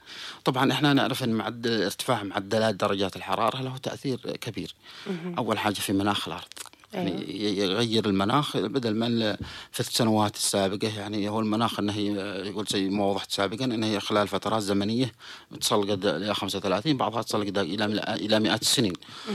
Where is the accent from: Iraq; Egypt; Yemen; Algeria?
Yemen; بلادنا اليمن